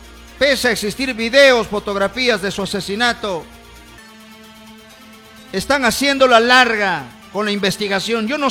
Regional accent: Peru; le pagamos los peruanos

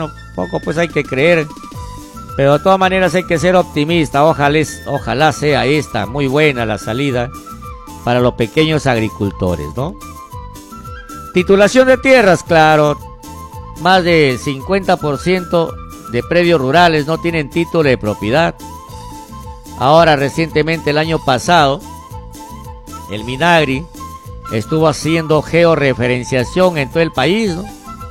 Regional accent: Bagua, Amazonas, Peru; ¿de dónde eres? De Bagua. Ah, selvático, te dicen. Y la gente piensa que estamos en selva, ¿no? Y nosotros estamos pues en una ceja de selva, rodeado de cadenas de montañas, cerros.

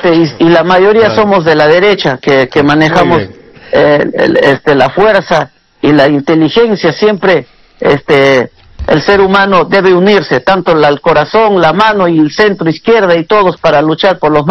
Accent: Peru; porque somos peruanos

